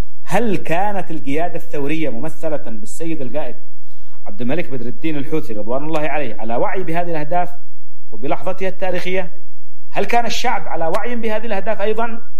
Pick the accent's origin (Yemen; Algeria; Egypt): Yemen; ونحتاج للبحث فيها كيمنيين